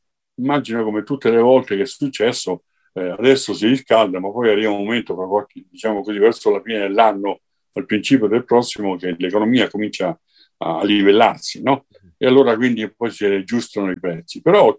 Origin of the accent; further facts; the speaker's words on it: Chile; sì, certo, è un mio paese